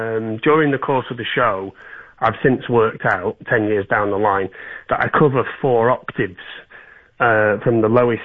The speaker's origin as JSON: {"language": "English", "town": "Manchester", "region": "North West England", "country": "United Kingdom", "said": "I'm from Manchester in the UK, actually, so I'm an English guy."}